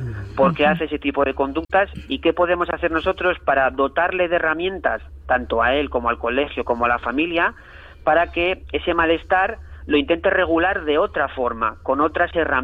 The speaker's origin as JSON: {"language": "Spanish", "region": "Asturias", "country": "Spain", "said": "yo que soy de origen asturiano, me decían en el pueblo, tú guaje de quiñes, ¿no? Que tú de quién eres, ¿no?"}